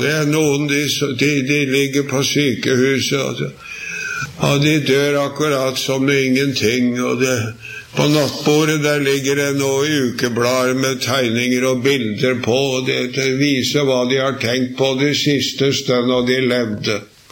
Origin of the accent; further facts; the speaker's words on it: Sarpsborg, Østfold, Norway; hjemme i Sarpsborg, jeg vokste opp der.